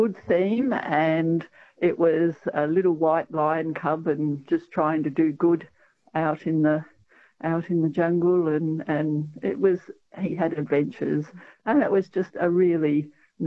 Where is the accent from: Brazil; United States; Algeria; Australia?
Australia; Adelaide, South Australia; which for city kids, and I grew up in Adelaide as well, it was something else.